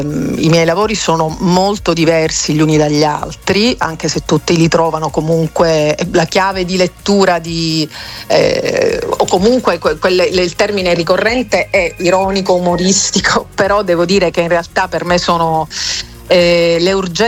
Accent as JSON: {"language": "Italian", "region": "Sicily", "country": "Italy", "also_born_or_lived": "France", "moved": "yes"}